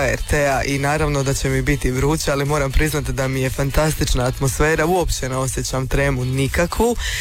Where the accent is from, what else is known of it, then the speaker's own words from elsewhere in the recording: Osijek, Osijek-Baranja County, Croatia; Ja sam vam Osječanka